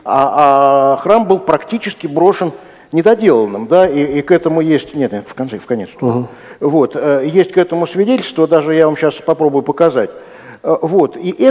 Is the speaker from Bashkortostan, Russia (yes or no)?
no; Ryazan, Ryazan Oblast, Russia; я тоже из Рязани, это для начала. Да, и живя в Рязани, очень хочется куда-то поехать